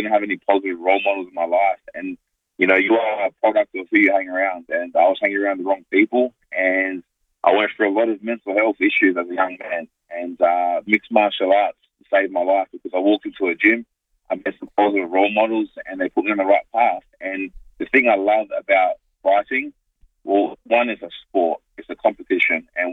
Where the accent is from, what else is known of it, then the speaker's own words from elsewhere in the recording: North Haven, South Australia, Australia; also born or lived in Two Wells / Taparoo; now in Auckland, New Zealand; I grew up in North Haven and also Two Wells. Originally, when we first came to Adelaide, I was in Taparoo, and then we moved in with my grandparents in North Haven.